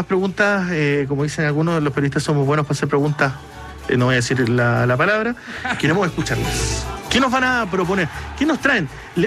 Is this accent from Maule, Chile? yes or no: no; Punta Arenas, Magallanes, Chile; Yo soy de Punta Arena, me tocó ir al Festival de la Patagonia.